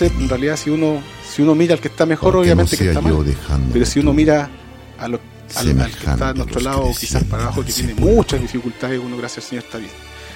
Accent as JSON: {"language": "Spanish", "country": "Chile", "said": "yo soy chileno y hablo español"}